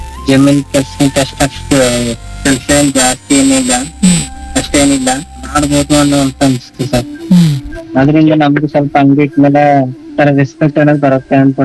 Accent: Mysore district, Karnataka, India; ಹೆಚ್ಚಿಕೋಟೆ ತಾಲೂಕು ಮೈಸೂರು ಜಿಲ್ಲೆ ವಿಲೇಜ್ ಸತ್ಕೇಹುಂಡಿ.

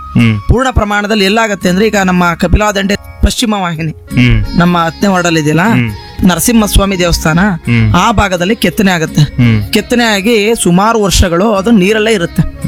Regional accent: Sargur, Karnataka, India; ನಾವು ಸಂತೆ ಸರಗೂರು ನಿವಾಸಿಗಳು, 10ನೇ ವಾರ್ಡು, ತೊಗಟವೀರ ಸಮಾಜ.

